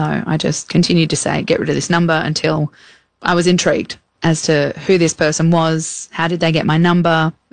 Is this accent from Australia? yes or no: yes; Bankstown, New South Wales, Australia; a 16-year-old girl from Bankstown